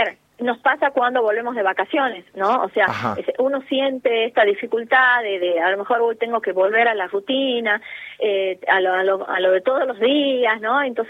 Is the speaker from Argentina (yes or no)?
yes; Argentina; soy argentina